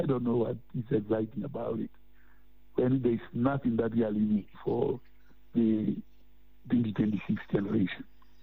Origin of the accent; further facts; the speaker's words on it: Lesotho; we have a 1976 cohort, which includes myself, although I come from Lesotho.